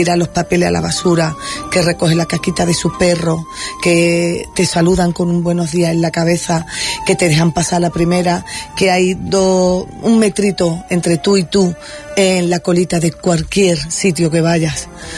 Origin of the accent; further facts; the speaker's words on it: Málaga, Andalusia, Spain; Málaga es mi casa.